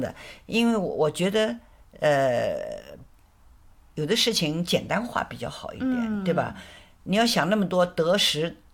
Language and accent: Chinese; Shouxian, Anhui, China; now in Nanjing, China; 然后12号我会到寿县，安徽的寿县。为什么要去呢？因为那个城市是一个很古老的一个城市，我的老家是寿县的，所以我一直想回去看看。